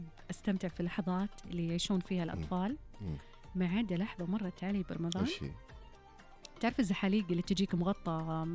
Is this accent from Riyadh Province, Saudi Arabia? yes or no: yes; Riyadh, Riyadh Province, Saudi Arabia; المكان اللي عشت فيه جزء كبير من طفولتي طبعا في الرياض.